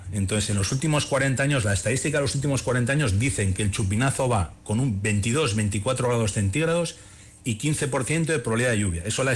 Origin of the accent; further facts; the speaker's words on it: Basque Country, Spain; Cuando digo nos, me refiero como habitante de la península ibérica, ¿de acuerdo? Sí, no como vasco.